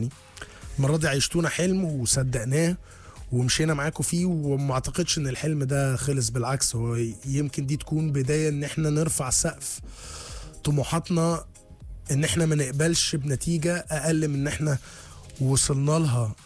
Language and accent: Arabic; Egypt; احنا برضو مشجعين ومصريين ودمنا حامي